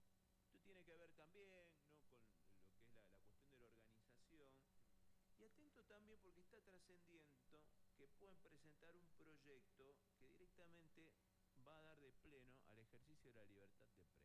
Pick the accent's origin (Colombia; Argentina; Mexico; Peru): Argentina; Patagonia; no solamente como argentinos, sino también como patagónicos.